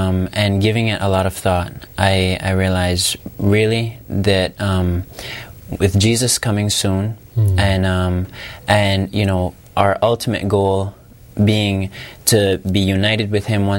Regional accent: Cayman Islands; I'm from the Cayman Islands.

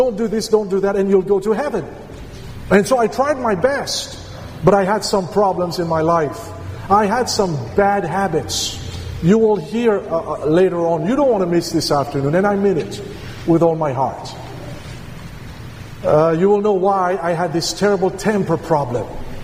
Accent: Seychelles; also born or lived in Mauritius / New Zealand / New Caledonia; now in United States; Born in Mauritius, grew up in the Seychelles, and then moved to New Zealand, married a Canadian who was born in the Seychelles, moved to New Zealand. I have a Kiwi nationality

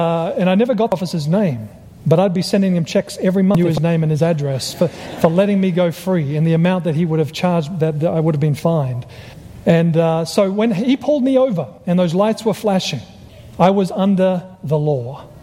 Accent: Australia; He heard my accent. I was from Australia.

